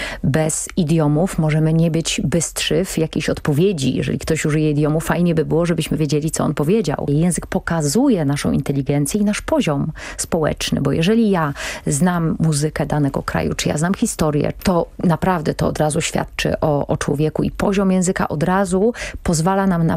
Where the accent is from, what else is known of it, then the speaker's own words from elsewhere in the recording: Bieliny, Świętokrzyskie Voivodeship, Poland; born there; accent: Świętokrzyskie dialect; Płynność językowa wynika stąd, że ja pochodzę ze wsi i myśmy zbierali truskawki. I w Bielinach bardzo często brakowało ludzi do pracy i wtedy przyjeżdżali ludzie zza wschodniej granicy. Ja ten język ćwiczyłam i nauczyłam się go płynnie.